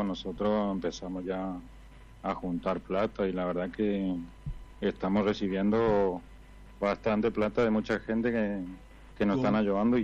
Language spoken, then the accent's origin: Spanish; Riachuelo, Corrientes, Argentina; Soy de Riachuelo Corrientes, señor.